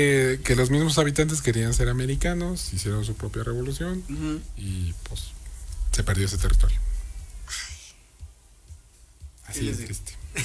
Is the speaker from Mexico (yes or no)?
yes; Mexico; pues las redes sociales nos unimos como mexicanos y defendemos esa patria.